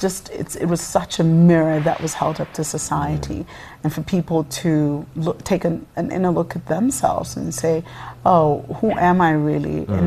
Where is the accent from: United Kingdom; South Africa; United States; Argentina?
South Africa; Inside of South Africa, polygamy is not a new conversation for us.